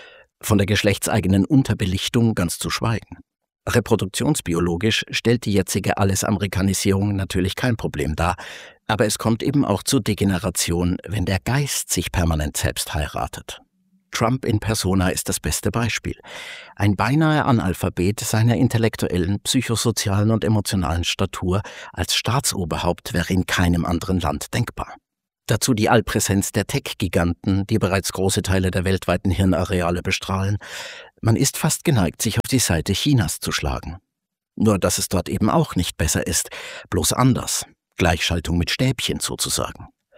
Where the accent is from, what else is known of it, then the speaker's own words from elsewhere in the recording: Bavaria, Germany; Als Franke